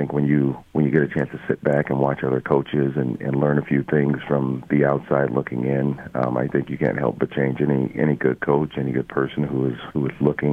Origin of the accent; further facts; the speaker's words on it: Aurora, Colorado, United States; I'm originally from Aurora, Colorado.